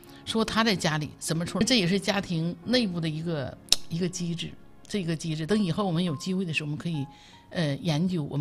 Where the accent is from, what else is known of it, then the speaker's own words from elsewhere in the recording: Jinzhou, Liaoning, China; 我就生在锦州嘛哈，那儿叫南大坝，